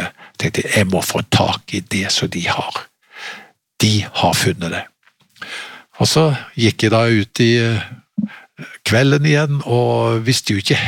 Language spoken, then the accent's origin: Norwegian; Haugesund, Rogaland, Norway; Og den kom også til Norge og til hjembyen min Haugesund på begynnelsen av 70-tallet.